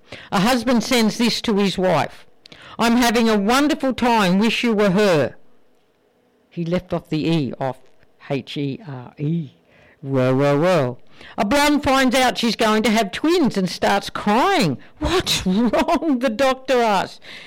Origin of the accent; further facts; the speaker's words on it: Casino, New South Wales, Australia; I grew up here in Casino.